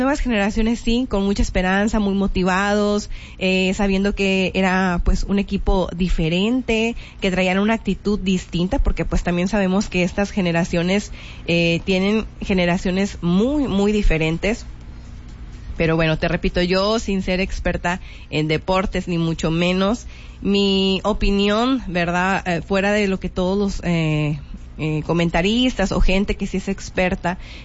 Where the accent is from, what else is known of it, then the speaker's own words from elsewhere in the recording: Mexico; obviamente soy mexicana